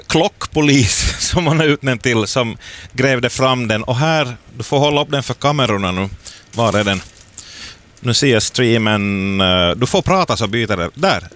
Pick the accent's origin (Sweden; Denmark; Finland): Finland; Oravais, Ostrobothnia; Vi kommer ju från Orvais en del av Vörå, men nu är vi väl så där juridiskt på Nykarleby-sidan